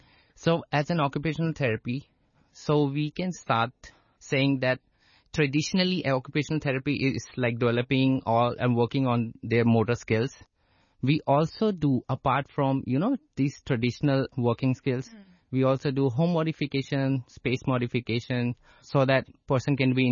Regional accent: Delhi, India; moved away as an adult; now in Hong Kong; So I was born and brought up in Delhi, which is the capital of India. So I have done my schoolings to college in Delhi only.

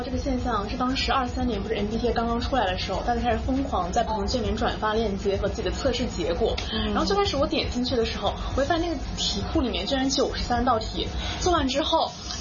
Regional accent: Chengdu, Sichuan, China; moved away as an adult; now in Hong Kong; 然后我的 MBTI 是 ENTP， 然后我跟七颖一样，我也是四川成都人。

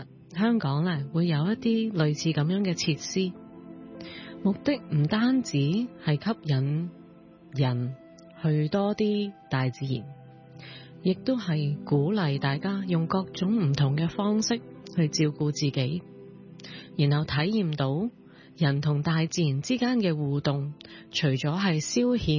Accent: China; 好像我们中国人的中药那样呢

